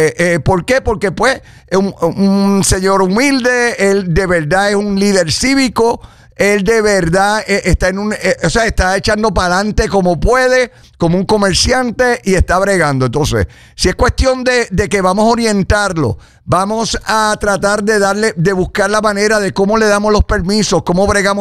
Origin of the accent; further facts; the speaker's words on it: Puerto Rico; Yo como boricua